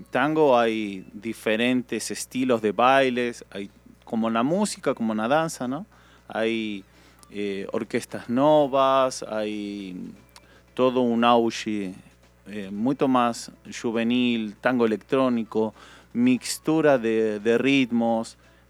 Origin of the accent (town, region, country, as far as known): Argentina; Portuguese is a second language; now in Manaus, Brazil